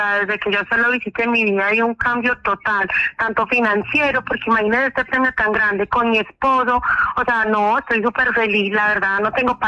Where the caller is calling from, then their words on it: Gómez Plata, Antioquia, Colombia; Yo estoy acá en Gómez Plata.